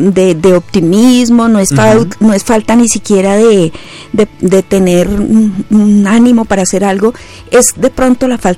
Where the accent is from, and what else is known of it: Colombia